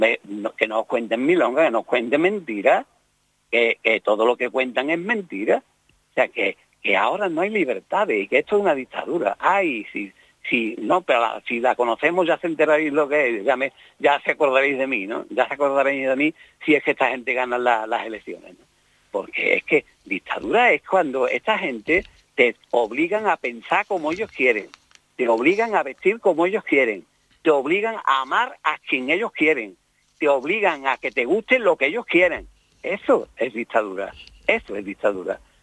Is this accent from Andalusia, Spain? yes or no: yes; Andalusia, Spain; mi pueblo está separado de Sevilla, unos 8 o 9 kilómetros